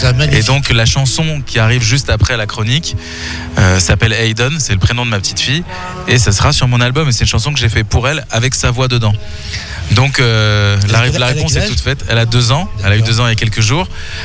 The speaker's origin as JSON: {"language": "French", "country": "Switzerland", "said": "Moi, je suis suisse, moi."}